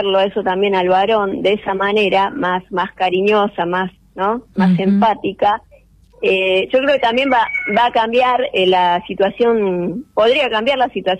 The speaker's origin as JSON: {"language": "Spanish", "region": "Buenos Aires", "country": "Argentina", "tie": "born there", "moved": "as an adult", "lives_now": "Chilecito, Argentina", "said": "Yo soy de Buenos Aires, yo nací en Ciudad de Buenos Aires, y hace 15 años que vivo acá en Chilecito."}